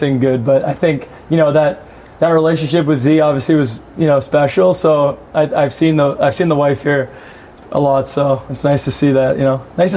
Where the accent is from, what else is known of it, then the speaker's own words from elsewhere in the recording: Toronto, Ontario, Canada; I just think that, like, growing up in Toronto area, like, there's just so much hockey available, right?